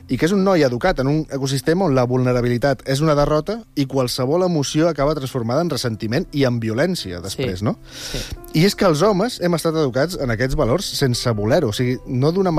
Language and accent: Catalan; Viladecans, Catalonia, Spain; quan era per adolescent, a la meva escola de Viladecans